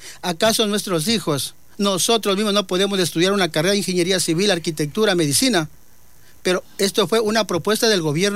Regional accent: Salcedo, Cotopaxi, Ecuador; yo soy de Salcedo, Cotopaxi.

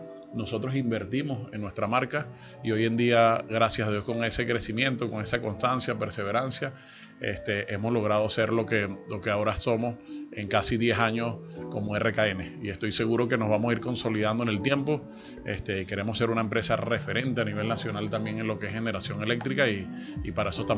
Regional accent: Venezuela

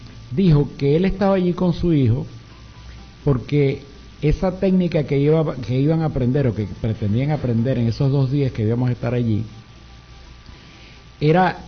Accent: Irapa, Sucre, Venezuela; now in Cumaná, Venezuela; Yo soy de Irapa, aquí de nuestro estado.

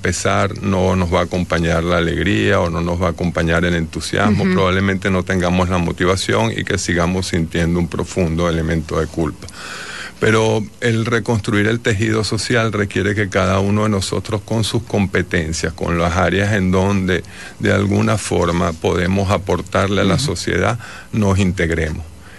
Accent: Venezuela; Nosotros como venezolanos formamos parte de un grupo social

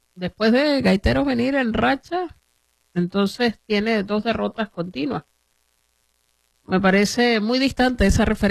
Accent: Zulia, Venezuela; Ojalá pueda remontar, bueno, para los que somos del Zulia, ¿no?

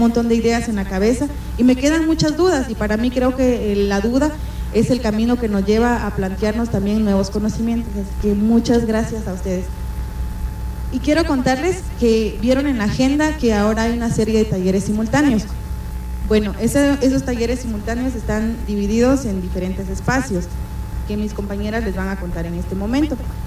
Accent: Guatemala

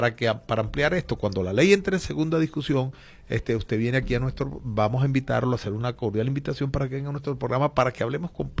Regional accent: Bolívar, Venezuela; nosotros somos oriundos de Guayana, nosotros somos oriundos del Estado de Bolívar.

